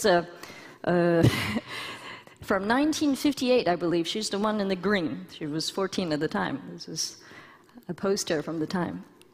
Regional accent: Beijing, China; I'm from Beijing.

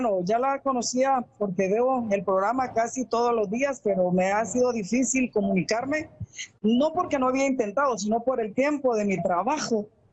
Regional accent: Zacapa, Guatemala; primera vez que llamo, soy de Guatemala

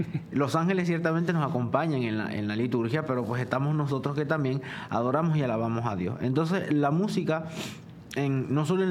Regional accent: Venezuela; Yo soy venezolano, yo no soy árabe, pero crecí en una comunidad, biritual.

